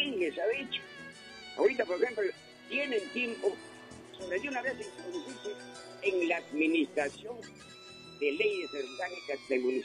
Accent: Aguaytía, Ucayali, Peru; nuestra ciudad de Aguaitía parece un corral de chancho

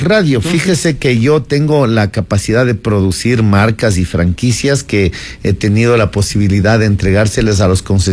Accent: Ecuador; soy el único ecuatoriano que ha exportado más bien una franquicia fuera del país

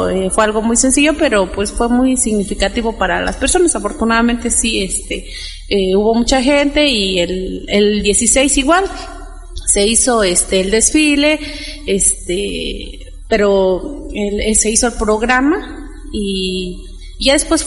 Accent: Mexico; Porque necesitamos ver realmente qué es el significado que tiene el 15 de septiembre como mexicanos

